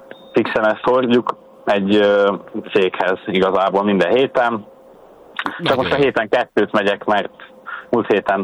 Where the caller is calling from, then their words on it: Hungary; Hát most per pillanat Grác környékéről, Ausztriából jövök vissza Magyarba, kamionsofőrként dolgozom